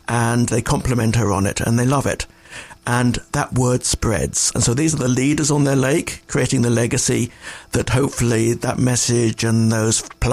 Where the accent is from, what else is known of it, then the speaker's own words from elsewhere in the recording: England, United Kingdom; moved away; As a child growing up in England, I loved nature.